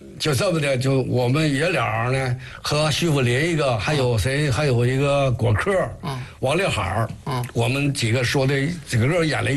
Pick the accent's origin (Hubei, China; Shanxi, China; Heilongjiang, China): Heilongjiang, China; Qiqihar; 天津人不知道我是齐齐哈尔人，